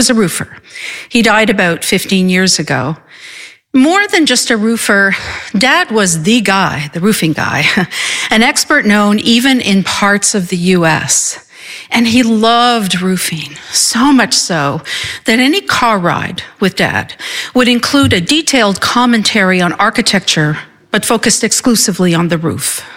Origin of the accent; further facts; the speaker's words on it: Montreal, Quebec, Canada; I'm from Montreal, Canada, and I'm a writer and a storyteller